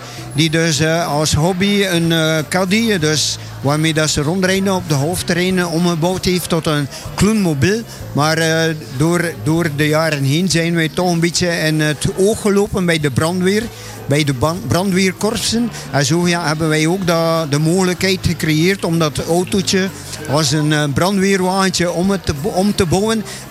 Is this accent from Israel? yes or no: no; Roeselare, Flanders, Belgium; Ja, inderdaad. We zijn van Roeselaar.